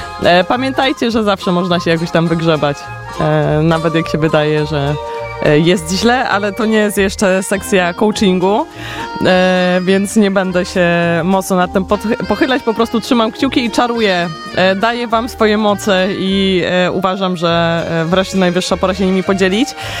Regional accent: Nowy Sącz, Lesser Poland, Poland; Jestem z Nowego Sącza, gdzie sporo regionalizmów się używa

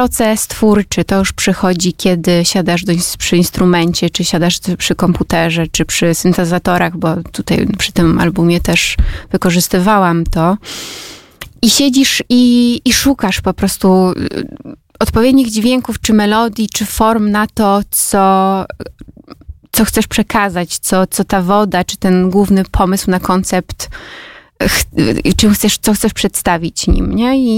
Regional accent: Tczew, Pomeranian Voivodeship, Poland; moved away; also born or lived in Gdańsk / Sopot; Ja z morzem jestem związana od dziecka, bo ja w ogóle oryginalnie pochodzę z Tczewa

